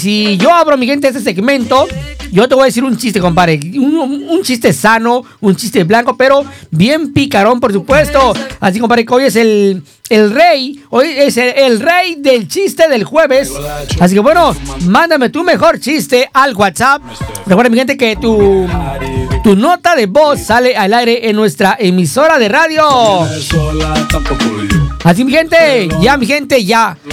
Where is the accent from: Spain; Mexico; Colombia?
Mexico; como todo mexicano, tenemos que apoyar a nuestra selección mexicana, como todo mexicano, como un buen mexicano.